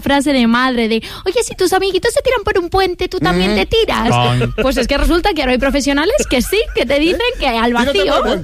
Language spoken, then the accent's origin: Spanish; Madrid, Community of Madrid, Spain; Bueno, metafóricamente me llevó en realidad al centro de salud, que siendo madrileña quizás sí que era el infierno, la verdad.